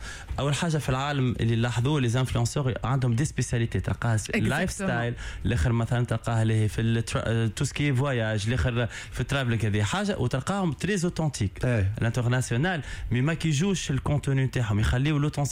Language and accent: Arabic; Tunisia; اليوم عندنا في تونس